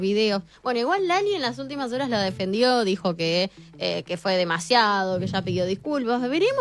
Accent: Argentina; viste que nosotros salimos de abajo de las baldosas

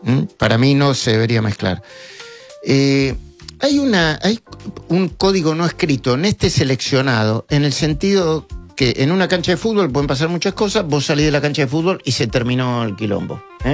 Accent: Argentina; porque me siento argentina

